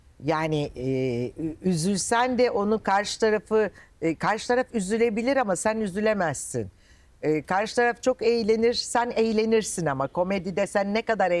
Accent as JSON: {"language": "Turkish", "region": "Istanbul", "country": "Turkey", "tie": "born or raised there", "said": "O yıldan bir de ben Büyükadalıyım. Büyükada'daki anılarım var, sanatçılarla anılarım var. Kendi İstanbulluyum doğma büyüme, o İstanbul'la bu İstanbul arasındaki farklar var."}